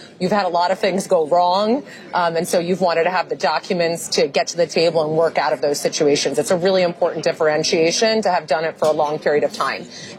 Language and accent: English; Los Angeles, California, United States; Welcome to my hometown of Los Angeles.